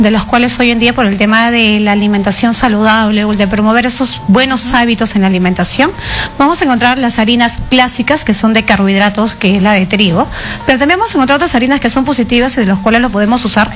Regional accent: Peru; nosotros como peruanos nos encanta comer.

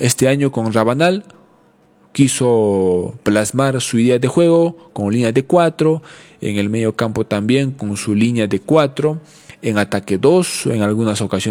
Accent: Peru

